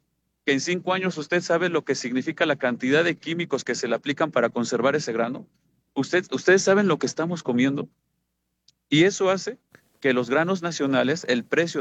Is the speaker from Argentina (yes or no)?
no; Mexico; Todos somos mexicanos, todos somos afectados por la violencia.